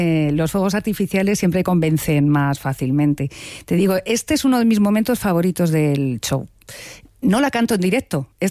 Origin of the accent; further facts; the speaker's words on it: Madrid, Community of Madrid, Spain; Soy de Madrid. Pero también me parece una proeza.